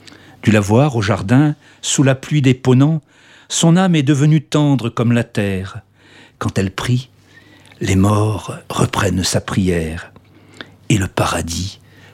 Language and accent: French; Brest, Brittany, France; also born or lived in Loir-et-Cher; J'ai grandi dans les rues de Brest.